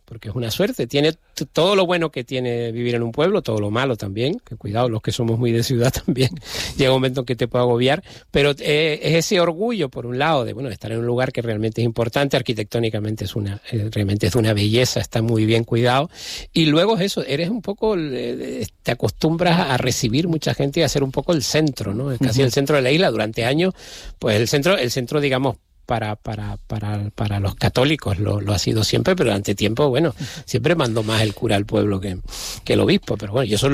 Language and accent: Spanish; Canary Islands, Spain